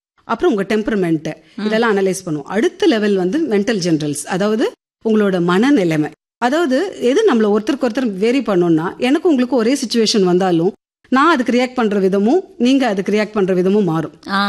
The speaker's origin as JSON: {"language": "Tamil", "country": "India", "first_language": "Telugu", "said": "என் தாய்மொழி வந்து தெலுங்குங்க."}